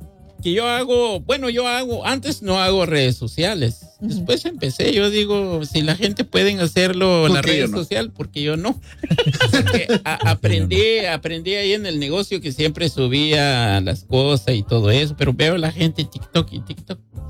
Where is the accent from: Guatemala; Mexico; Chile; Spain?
Guatemala; Quiché; now in Omaha, Nebraska, United States; Yo no soy de Petén, yo soy del Quiché.